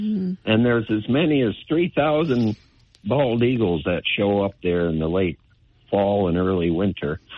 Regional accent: Cobleskill, New York, United States; moved away; also born or lived in southeast Alaska; I grew up in Cobleskill area, Scary County. I lived in southeast Alaska.

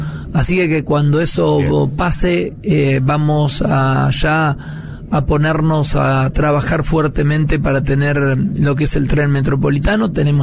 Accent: Hughes, Santa Fe, Argentina; yo soy de Hugues, y hace 30 años que no vivo en Hugues, pero yo me siento que soy de Hugues, porque bueno, ahí viví 15 años de mi vida que me formaron.

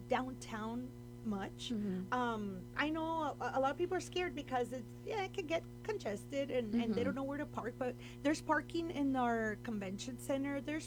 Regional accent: Ciudad Juárez, Chihuahua, Mexico; now in El Paso, United States; I grew up in Juarez. I was born here. So I got to live both worlds

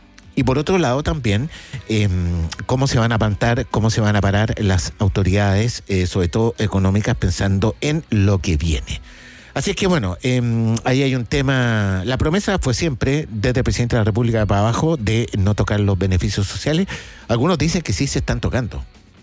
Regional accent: Chile; ¿Somos racistas los chilenos, no? Yo creo que sí.

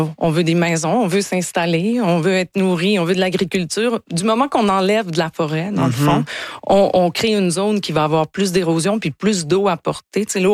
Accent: Quebec, Canada; j'ai grandi en Gaspésie, moi.

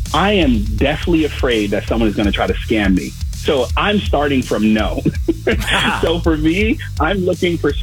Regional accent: Chicago, Illinois, United States; I'm from the South Side of Chicago. We have trust issues just from the start.

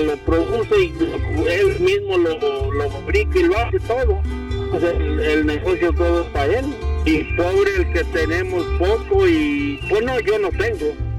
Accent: Jalisco, Mexico; soy de Jalisco.

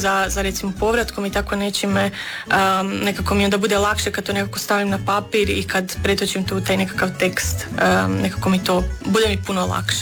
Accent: Daruvar, Bjelovar-Bilogora County, Croatia; moved away; ja dolazim inače iz Daruvara, iz Bjelovarsko-bilogorske županije i da, evo u Osijeku sam nekako

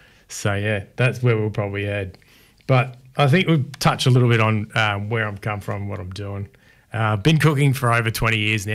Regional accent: Victoria, Australia; I was originally from Victoria. So we were doing okay over there, but everything was getting a bit boring and a bit same. So I moved over to Adelaide with my uncle and his mate, moved into Unley

